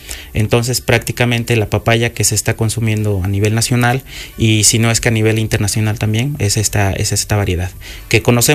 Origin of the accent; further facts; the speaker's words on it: Veracruz, Mexico; now in Acatlán, Mexico; Yo vengo del estado de Veracruz, yo estoy en una región fría